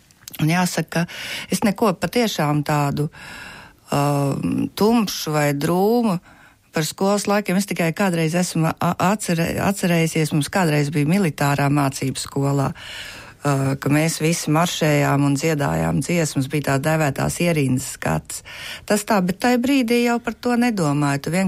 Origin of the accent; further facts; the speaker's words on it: Kuldīga, Kuldīga Municipality, Latvia; es esmu dzimusi augus Kuldīgā un arī ir tās saiknes saglabājušos